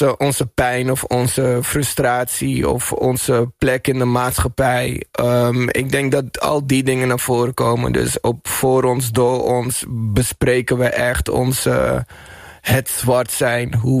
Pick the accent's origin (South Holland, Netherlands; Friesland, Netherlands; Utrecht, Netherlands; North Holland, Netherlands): North Holland, Netherlands; Amsterdam; Slotermeer is net buiten de ring, maar je merkt al dat het dat daar ook al wel een hele grote.